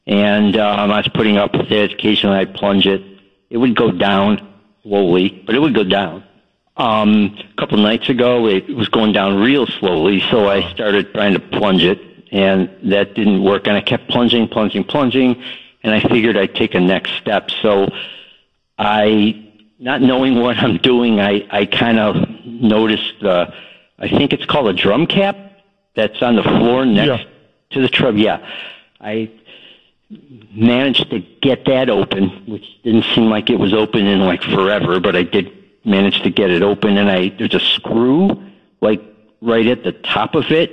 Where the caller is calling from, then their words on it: Chicago, Illinois, United States